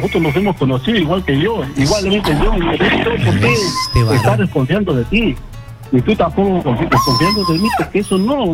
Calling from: Tacna, Peru; acá lo llamo de Tacna

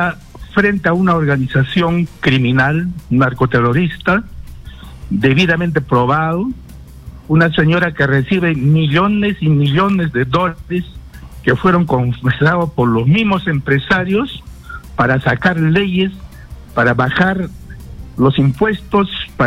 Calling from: Cusco, Peru; de Cusco.

